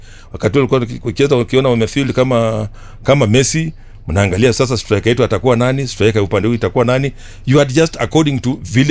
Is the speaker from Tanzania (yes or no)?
no; Western Kenya, Kenya